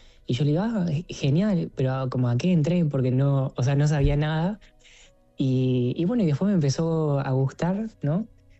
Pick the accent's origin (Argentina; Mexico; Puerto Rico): Argentina; Yo soy de Alberdi.